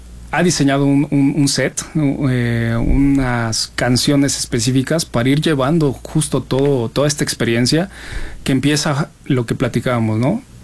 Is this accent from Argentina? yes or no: no; Mexico; No, es que somos mexicanos y él está en su momento de que tiene que explicar